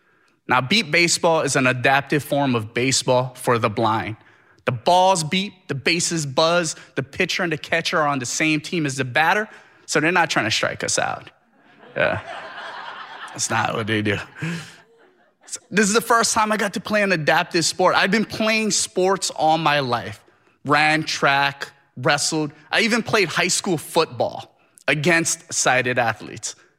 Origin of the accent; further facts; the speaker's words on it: Hawaii, United States; I am Hawaiian, I am Filipino, I am from Hawaii.